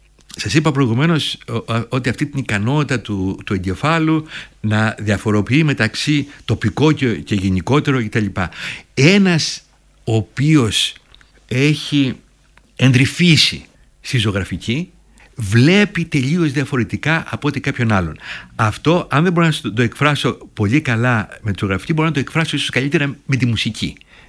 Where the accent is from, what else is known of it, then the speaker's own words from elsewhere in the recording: Greece; moved away; Έχουμε πλεονέκτημα σαν Έλληνες ότι είτε το θέλουμε είτε όχι επηρεαζόμαστε από την υπέροχη προσφορά της αρχαίας Ελλάδας. Έρχομαι στην Ελλάδα, στην Αθήνα.